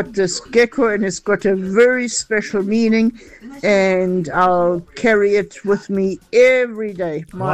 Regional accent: Namibia; born there; I was born in Southwest Africa where there are lots of geckos and beautiful geckos

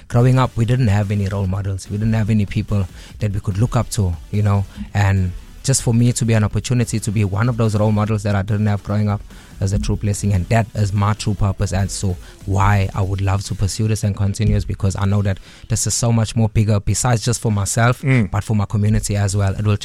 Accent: Sydenham, London, United Kingdom; Okay, so as you said … I'm from Sydenham. A lot of people know as the Nims.

